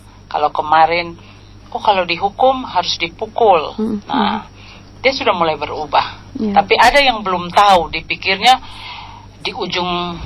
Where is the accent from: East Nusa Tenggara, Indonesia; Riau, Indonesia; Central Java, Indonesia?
East Nusa Tenggara, Indonesia; Kupang; kalau bahasa kita orang Kupang